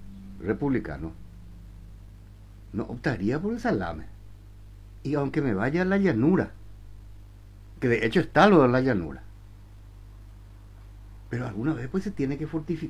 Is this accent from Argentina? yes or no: no; Alto Paraná, Paraguay